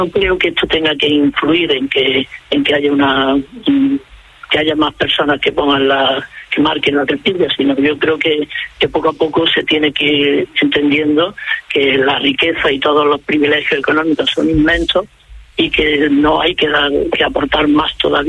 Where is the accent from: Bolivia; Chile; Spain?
Spain; Córdoba, Andalusia; Yo que soy de Córdoba. ¿Quién puede poner un precio a la mezquita de Córdoba?